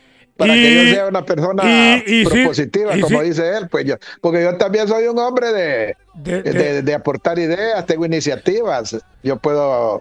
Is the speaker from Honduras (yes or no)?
yes; Honduras; No, yo soy hondureño, yo voy con el Motagua, papá. Yo no soy salvadoreño.